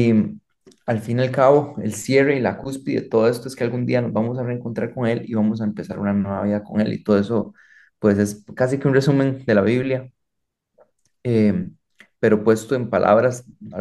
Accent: Costa Rica; yo como costarricense, hay palabras que en Costa Rica se entienden

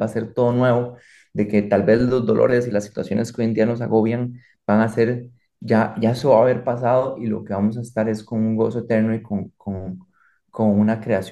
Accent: Costa Rica; Entonces es hasta simbólico para nosotros como costarricenses

